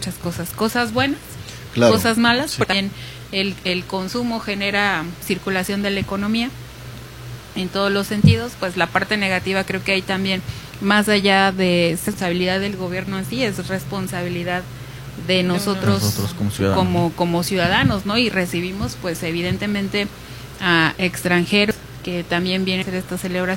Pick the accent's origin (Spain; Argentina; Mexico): Mexico; como mexicanas y como mexicanos